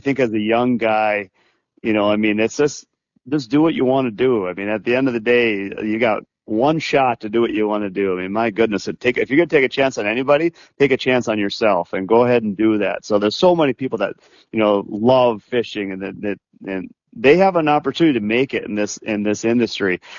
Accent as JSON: {"language": "English", "town": "Rochester", "region": "Minnesota", "country": "United States", "said": "and I had bought a lot up here on Rainy Lake, and I was from Rochester again."}